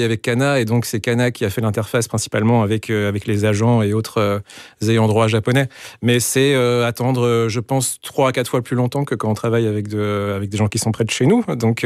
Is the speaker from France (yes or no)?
no; Belgium; nous sommes belges.